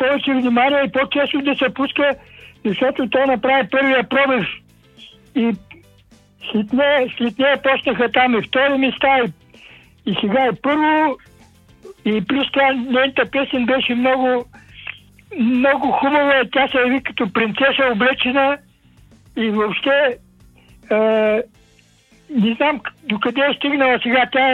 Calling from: Plovdiv, Plovdiv Province, Bulgaria; Обаждам се от Пловдив

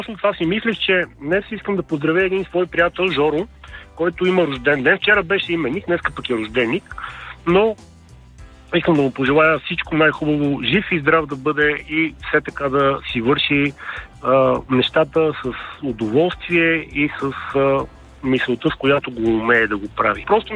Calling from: Sofia, Sofia City, Bulgaria; от София съм.

